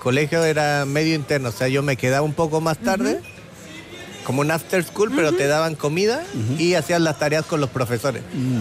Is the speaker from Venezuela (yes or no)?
no; Mexico; born there; yo nací en México